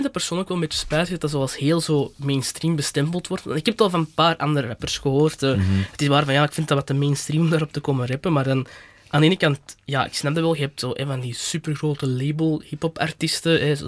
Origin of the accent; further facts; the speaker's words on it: Flanders, Belgium; wij als Vlamingen heel veel nadruk leggen op onze taal en zeker ons dialect, onze dialecten?